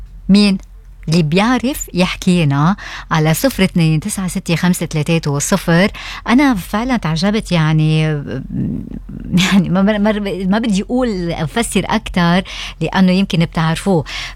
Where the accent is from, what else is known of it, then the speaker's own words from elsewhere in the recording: Lebanon; now in Australia; نحن كلبنانيين هيك شوي أنه يمكن اللبناني بيعتز بحاله، وخاصة أنه بلبنان بيتعلموا ثلاث لغات، عربي انجليزي